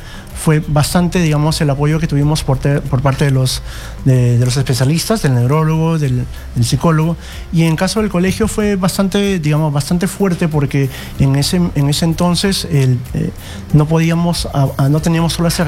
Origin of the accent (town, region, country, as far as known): Peru